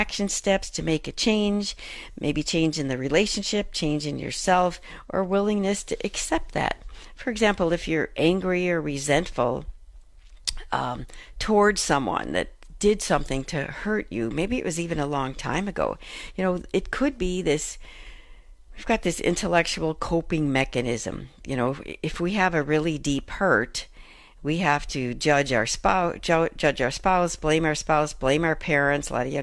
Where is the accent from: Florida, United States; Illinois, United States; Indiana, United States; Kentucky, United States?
Illinois, United States; Chicago; And I grew up in the Chicago area, second oldest of 9 children.